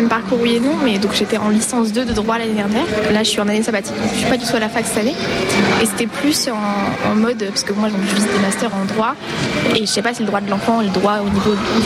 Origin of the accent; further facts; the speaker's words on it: Nancy, Grand Est, France; donc on vient de Nancy.